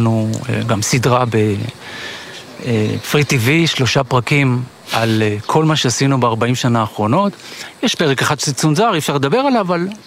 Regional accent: Kiryat Shmona, Northern District, Israel; born there; now in Metula, Israel; אני נולדתי בקריית שמונה, עברתי למטולה.

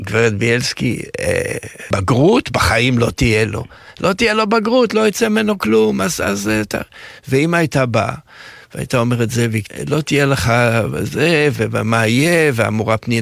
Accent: Jerusalem, Jerusalem District, Israel; אני נולדתי בירושלים, וההורים שלי רשמו אותי לתיכון לידה, מה שנקרא ליד האוניברסיטה.

